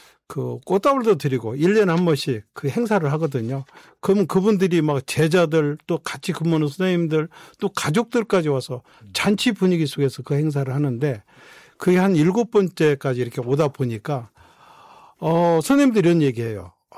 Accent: South Korea; 저는 대한민국 사람이라는 게 너무 행복하더라고요.

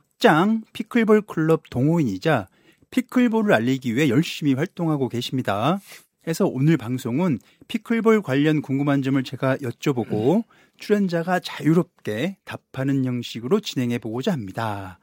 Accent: Namwon, North Jeolla, South Korea; 저는 남원시 출신입니다.

